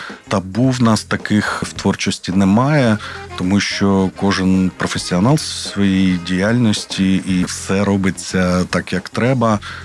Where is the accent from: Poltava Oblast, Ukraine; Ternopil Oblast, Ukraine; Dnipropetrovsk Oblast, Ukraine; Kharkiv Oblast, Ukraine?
Dnipropetrovsk Oblast, Ukraine; Kryvyi Rih; born there; я, і Олександр, мій співавтор, композитор, ми народилися в Кривому Розі